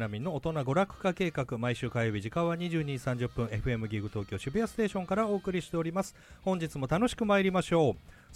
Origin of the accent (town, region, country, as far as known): Yokohama, Kanagawa, Japan; born or raised there